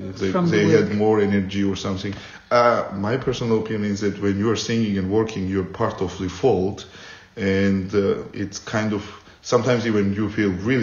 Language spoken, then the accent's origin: English; Borjomi, Samtskhe-Javakheti, Georgia; English is a second language; also born or lived in Tbilisi; And then in my hometown in Borjomi, they created the boys church choir. I became a member of that choir, and when I moved into Tbilisi, well, that times I was mostly about church music and chanting